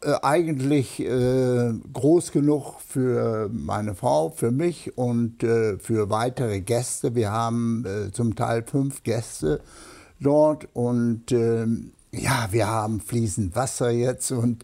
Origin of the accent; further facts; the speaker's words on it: North Rhine-Westphalia, Germany; now in Canada; Das ist meine alte Heimat.